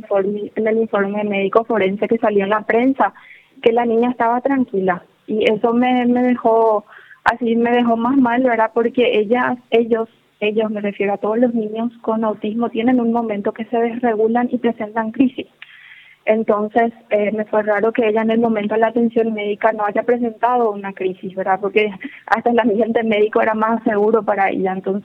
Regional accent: Paraguay; Pero como paraguaya me deja triste eso.

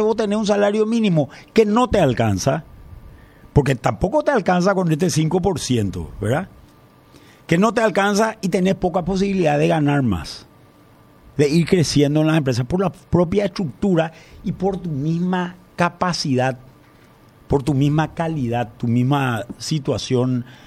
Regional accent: Paraguay

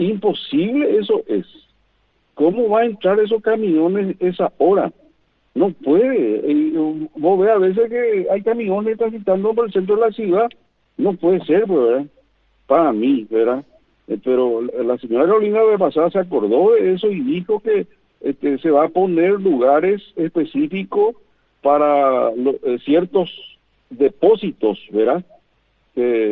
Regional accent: Paraguay

